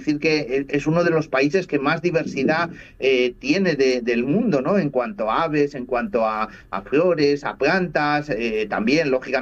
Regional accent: Spain; como los asturianos y los gallegos, que siempre utilizamos los diminutivos

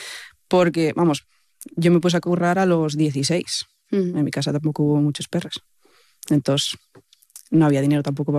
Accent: Pría, Asturias, Spain; Pues yo nací en Pría, en Llanes, en una aldea de toda la vida. Estudié en Ribesella con Pablo Casanueva, que me sacó un par de años.

